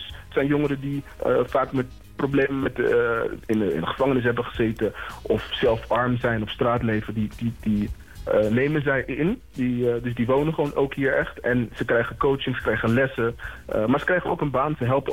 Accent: Suriname; het land waar ik zelf vandaan kom. Ik kom uit Suriname.

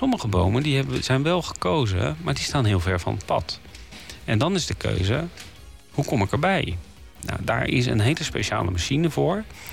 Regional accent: Netherlands; Want we gebruiken heel veel hout als Nederlanders, ongeveer een kubieke meter per jaar, voor allerlei zaken.

